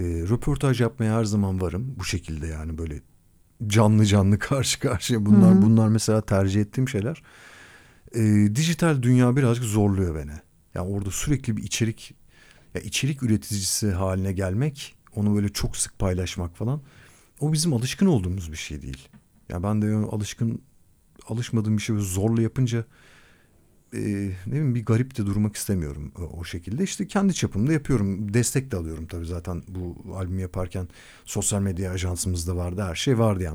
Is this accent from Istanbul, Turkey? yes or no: yes; Kadıköy, Istanbul, Turkey; Daha Kadıköylüyüz ya, ben Kadıköylü rockçısıyım ama normal.